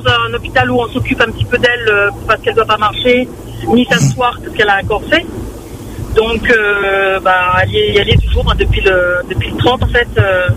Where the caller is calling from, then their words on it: Réunion; Moi, je suis à La Réunion